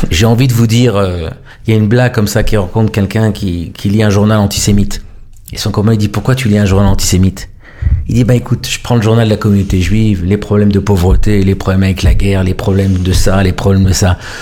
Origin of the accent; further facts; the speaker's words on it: Paris, Île-de-France, France; moved away as an adult; now in Israel; moi j'ai grandi à Paris jusqu'à 18 ans.